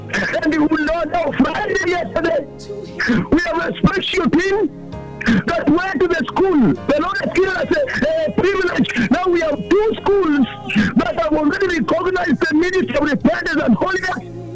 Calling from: Soi, Uasin Gishu County, Kenya; I'm calling you from Soi region.

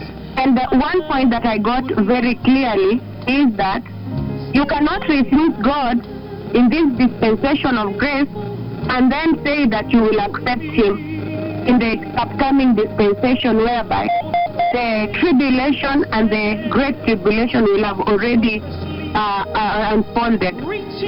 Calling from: Nakuru, Nakuru County, Kenya; And I'm calling you from Salem also over here in Nakuru Town East region.

